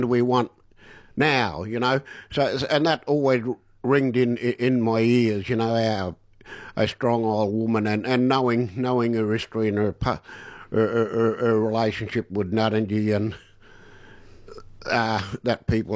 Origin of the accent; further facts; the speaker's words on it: Point Pearce, South Australia, Australia; the wonderful thing about growing up on Point Pierce and other missions is, you know, it was that elders that shared the spirit and the camaraderie of happiness and joy.